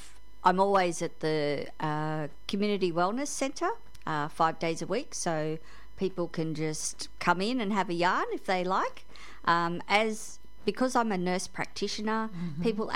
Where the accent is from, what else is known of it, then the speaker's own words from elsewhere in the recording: Sydney, New South Wales, Australia; also born or lived in Cairns; now in Thursday Island, Australia; I grew up in Sydney and have lived in Cairns for 20 years.